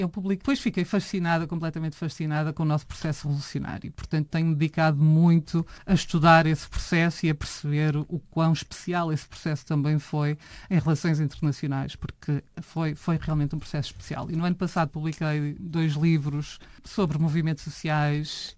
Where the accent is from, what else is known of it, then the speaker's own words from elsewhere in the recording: Felgueiras, Norte, Portugal; moved away; Eu cresci no Norte, não é? Em Felgueiras. Gosto muito da minha cidade